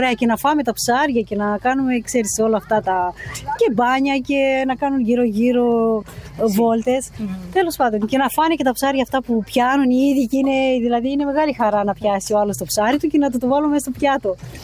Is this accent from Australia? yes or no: no; Romania; Greek is a second language; now in Greece; Είμαι ξένη, είμαι από Ρουμανία.